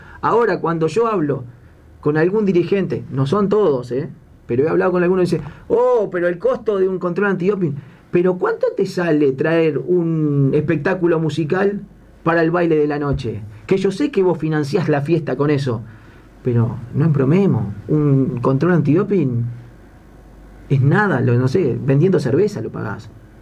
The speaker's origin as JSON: {"language": "Spanish", "region": "Canelones", "country": "Uruguay", "moved": "yes", "lives_now": "Montevideo, Uruguay", "said": "Yo me considero un canario capitalino, porque hace tantos años vivo en Montevideo, pero yo sigo con mi esencia."}